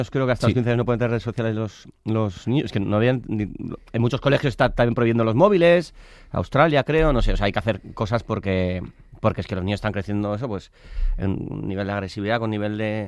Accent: Basque Country, Spain; Y yo soy muy friolero. Soy vasco, sí

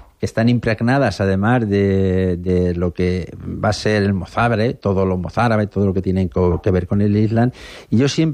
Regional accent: Albacete, Castilla-La Mancha, Spain; also born or lived in Murcia; esas formas de lo que es nuestro habla de Albacete

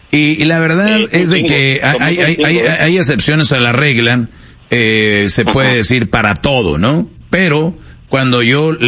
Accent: Monterrey, Nuevo León, Mexico; Señores, es viernes y como buen regio me siento en Monterrey

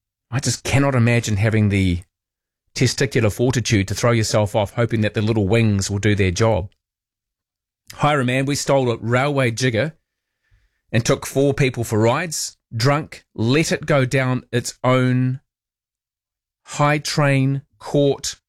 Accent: Vanuatu; I have never bungee jumped, but I grew up in Vanuatu and witnessed the Pentecost jump.

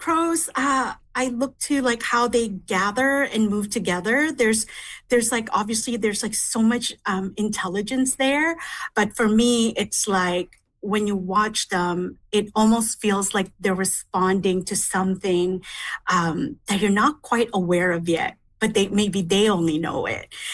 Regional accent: Manitoba, Canada; also born or lived in Philippines; all of those experiences starting from the Philippines and growing up in Manitoba, I just really became very attuned to those small details and patterns in the environment.

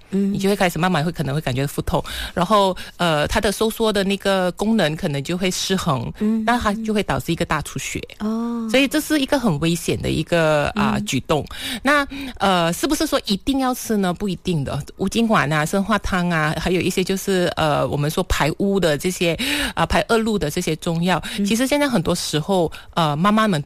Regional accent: Malaysia; 那我们马来西亚这边其实是比较偏向于南方的习俗，尤其是广东那一带的

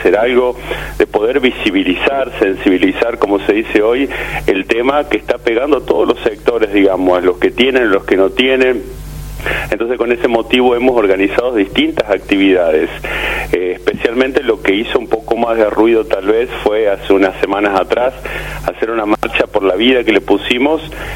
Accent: Villa Valeria, Córdoba, Argentina; pero hoy me toca a mí luchar para que en mi pueblo hoy de Villa Valeria no exista droga

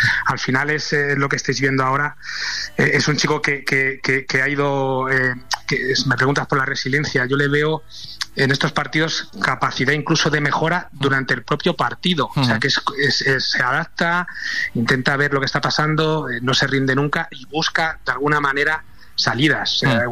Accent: Leganés, Community of Madrid, Spain; yo también soy de Leganés

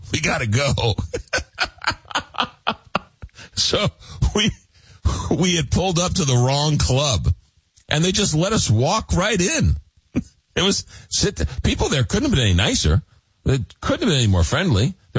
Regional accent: Long Island, New York, United States; born or raised there

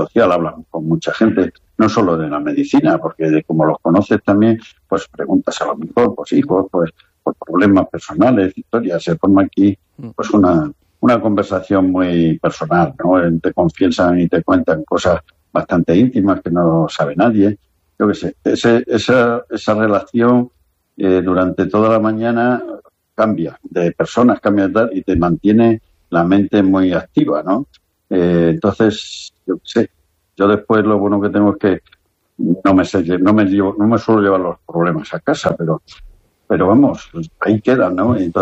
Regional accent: Extremadura, Spain; now in Llíria, Spain; Yo me siento extremeño, pero también miguelete, porque claro, 34 años tienen que dejarte algo, y más viviendo aquí

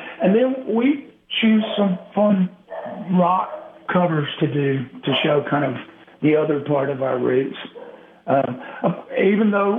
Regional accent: Texas, United States; Where I grew up in East Texas, we had equal parts Mexican and great Cajun food.

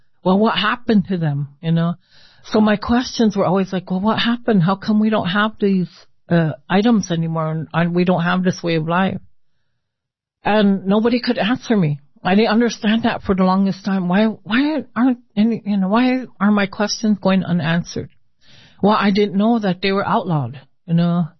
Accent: Lincoln, Nebraska, United States; growing up in Lincoln.

